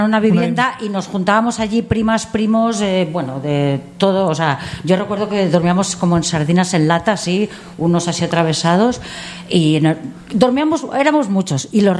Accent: Madrid, Community of Madrid, Spain; now in Villarrubia, Spain; mi infancia también estuvo allí en Madrid.

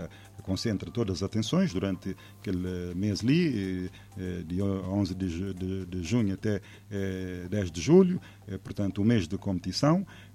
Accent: Cape Verde; nós tudo como cabo-verdiano

